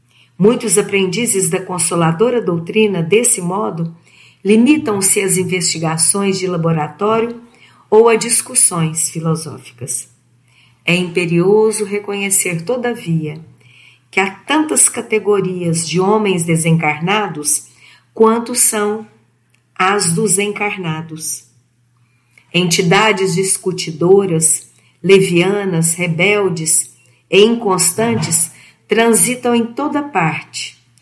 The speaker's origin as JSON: {"language": "Portuguese", "town": "Uberlândia", "region": "Minas Gerais", "country": "Brazil"}